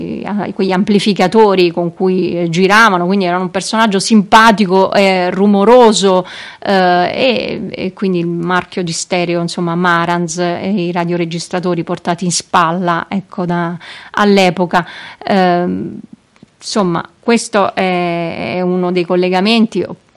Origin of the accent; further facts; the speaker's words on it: Milan, Lombardy, Italy; born there; nella Milano di quando io ero ragazzina, bambina, nei primi anni Ottanta